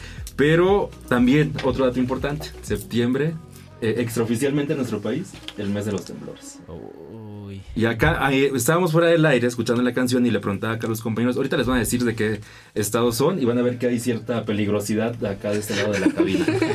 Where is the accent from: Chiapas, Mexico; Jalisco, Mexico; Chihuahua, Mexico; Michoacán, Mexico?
Chiapas, Mexico; Yo soy de Chiapas, está toda la franja acá, sí, Pacífico.